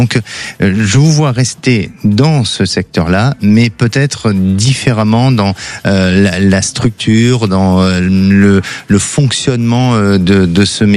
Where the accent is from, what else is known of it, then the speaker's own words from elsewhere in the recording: Bordeaux, Nouvelle-Aquitaine, France; les meilleurs cannelés de Bordeaux, parce que je suis bordelais, donc je connais bien les cannelés.